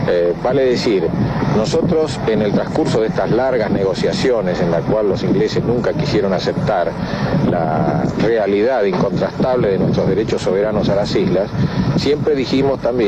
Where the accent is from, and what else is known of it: Argentina